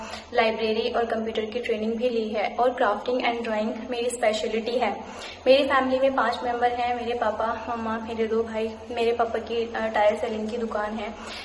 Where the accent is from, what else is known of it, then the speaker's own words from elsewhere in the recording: Rampur, Uttar Pradesh, India; मैं रामपुर यूपी के एक पटवाई नाम के गांव में रहती हूँ. मेरी उम्र 23 साल है